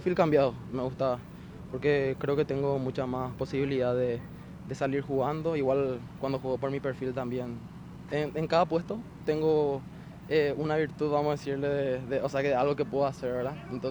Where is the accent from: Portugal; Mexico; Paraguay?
Paraguay; Itauguá, Central; Yo soy de itagüeña, sí, está en mi ciudad.